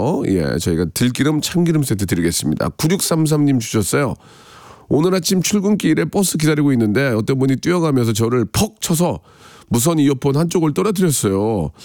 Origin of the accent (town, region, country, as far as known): Gunsan, North Jeolla, South Korea; born or raised there; moved away